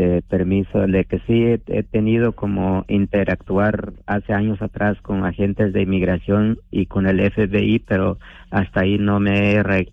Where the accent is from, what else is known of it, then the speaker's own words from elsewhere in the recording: Guatemala; now in United States; Yo soy originario de Guatemala, mi padre ya falleció, nomás mi madre está en Guatemala.